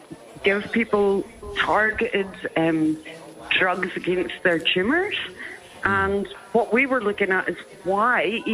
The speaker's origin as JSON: {"language": "English", "region": "Scotland", "country": "United Kingdom", "tie": "born or raised there", "also_born_or_lived": "Adelaide, South Australia", "moved": "yes", "lives_now": "Queensland, Australia", "said": "I was actually born in Adelaide, South Australia. I was raised in the north of Scotland, so I'm an Australian with this accent."}